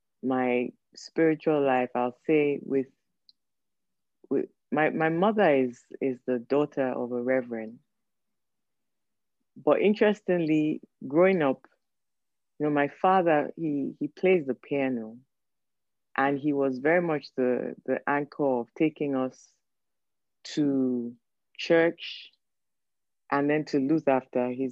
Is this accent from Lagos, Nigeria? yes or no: yes; Lagos, Nigeria; it was a microcosm of Nigeria, people from everywhere